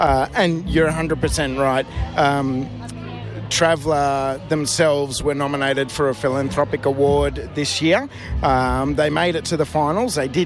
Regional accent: Queensland, Australia; Now, I'm a Queenslander, and I've been a Queenslander all my life

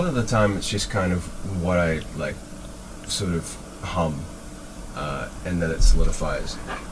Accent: Adelaide, South Australia, Australia; That's where I grew up, in Adelaide.

